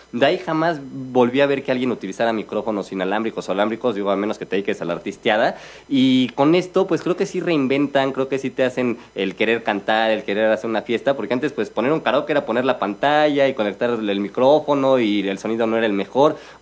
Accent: Mexico; estos 65 años se dicen fácil, pero representan muchísimo para nosotros como mexicanos, también para el país

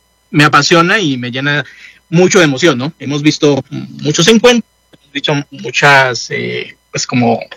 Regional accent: Bogotá, Colombia; born there; moved away; yo soy colombiano, nacido en Bogotá, y pues bueno, llevando aquí ya muchísimos años, pero pues manteniendo muy, muy intacto pues mis raíces

